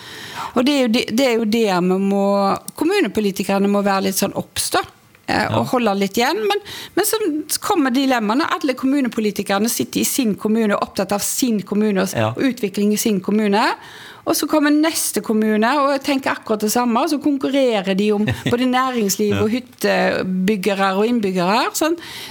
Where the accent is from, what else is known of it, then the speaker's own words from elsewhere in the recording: Vihavda, Sweden; Jeg er jo født og oppvokst på Vihavda i Sverige også.